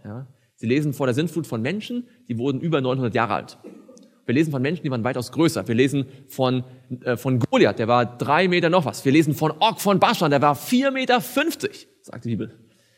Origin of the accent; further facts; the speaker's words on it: Stuttgart, Baden-Württemberg, Germany; Ich komme ja aus Stuttgart, da gibt es ganz berühmte Weinberge, nicht wahr?